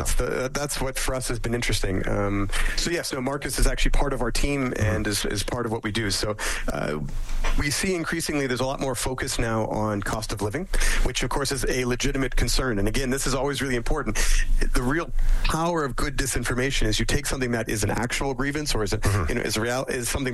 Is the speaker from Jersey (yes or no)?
no; Saskatchewan, Canada; I'm from Saskatchewan, I understand, or I'm based in Saskatchewan.